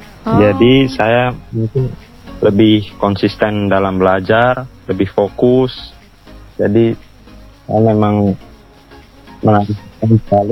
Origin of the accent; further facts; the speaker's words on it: Central Java, Indonesia; Saya asli dari Jawa Tengah.